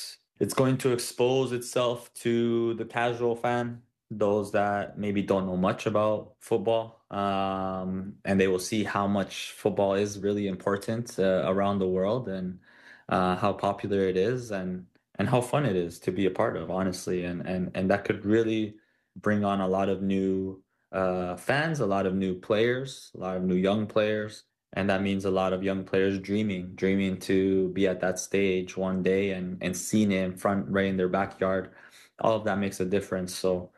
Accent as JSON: {"language": "English", "region": "Ontario", "country": "Canada", "tie": "born or raised there", "said": "playing for my city, my hometown city, is it's something, you know, not many footballers get to say"}